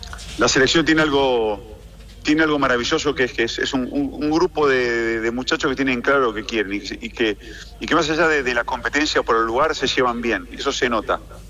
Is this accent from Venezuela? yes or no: no; Argentina; Qué maravillosos que somos los argentinos.